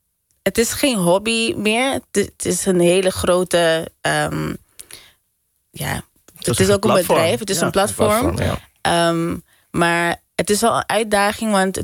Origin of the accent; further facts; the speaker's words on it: Curaçao; En vooral, ik denk, wij komen uit Curaçao. Dus ik kan alleen vanuit mijn perspectief van Curaçao praten.